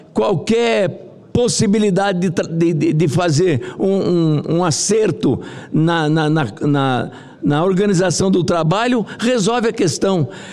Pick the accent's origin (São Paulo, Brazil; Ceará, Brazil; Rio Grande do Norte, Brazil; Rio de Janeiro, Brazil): São Paulo, Brazil; now in Brasília, Brazil; eu sou de São Paulo